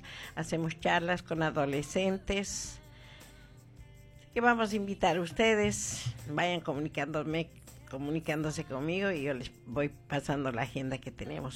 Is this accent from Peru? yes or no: no; Bolivia; now in Argentina; comunidad boliviana, nos gusta simplemente nuestro ranchito, ¿no? Nosotros como bolivianos vamos a ir por ahí a vivir todos a Celina o todos más allá.